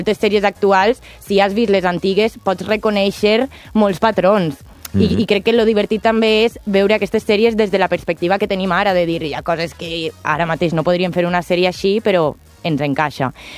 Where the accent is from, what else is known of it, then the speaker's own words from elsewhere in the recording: Valencia, Valencian Community, Spain; Jo que soc de València, la ruta del bacalao